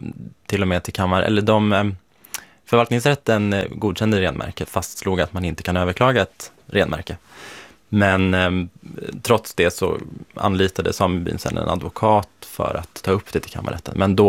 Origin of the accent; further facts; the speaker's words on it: Sweden; För även då var jag ju väldigt öppen med att jag var same. För det var ju det är ju min identitet, så det pratade jag väldigt mycket om.